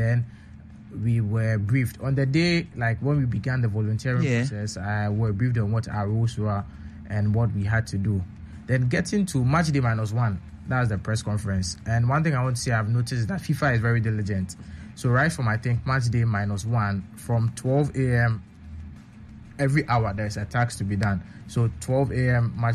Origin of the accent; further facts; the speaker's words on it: Techiman, Bono East, Ghana; English is a second language; I'm from Techiman, medical doctor by profession.